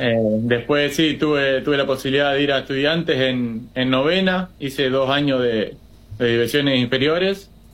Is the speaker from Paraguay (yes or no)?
no; Capitán Bermúdez, Santa Fe, Argentina; born there; de chico arranqué en Santa Catalina, que es un club acá de Bermúdez.